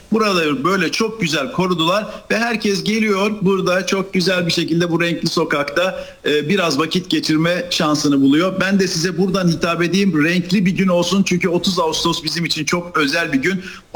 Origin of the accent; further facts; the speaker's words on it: Yeniköy, Istanbul, Turkey; born there; Benim doğduğum yer burası, bu mahalle, Yeniköy Hı-hı. Mahallesi. Oradan yayın yapıyorum.